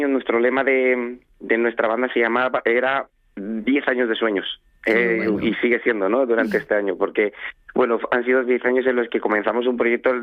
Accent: Avilés, Asturias, Spain; Yo Avilés, porque uh-huh. yo soy avilesino 100%, es mi tierra, y siempre estoy muy orgulloso de a cualquier lado al que voy, pues ir con Avilés por bandera

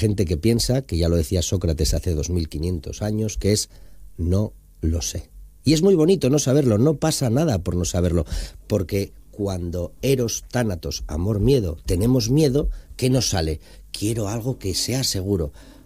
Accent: Somiedo, Asturias, Spain; que ser alguien en los años 50 en mi pueblo, en Somiedo, era tener más vacas que el vecino.

